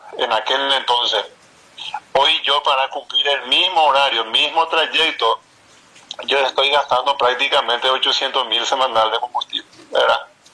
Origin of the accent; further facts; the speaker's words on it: Sapucaí, Paraguarí, Paraguay; born there; now in Paraguarí, Paraguay; Yo soy del noveno departamento, nacido en Sapucaí y vivo en Paraguarí.